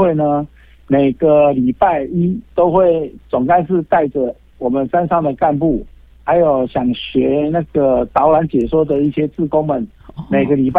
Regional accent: Taipei, Taiwan; born or raised there

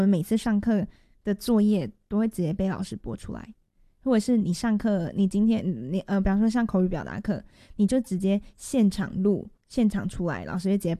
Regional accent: Taiwan; 就台湾人啊，我就台湾人啊对啊，

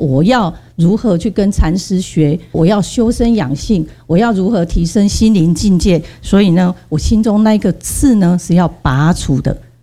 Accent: central Taiwan, Taiwan; born there; 我因为我的出生的地方跟萧老师，我们都是中部人，中部人跟北部人有一个很大的不同。

